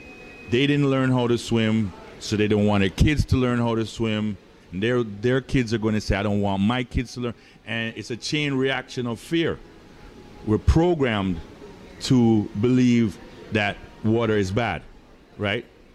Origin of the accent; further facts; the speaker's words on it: Jamaica; now in United States; I came from Jamaica, went to University of Houston, pledged fraternity.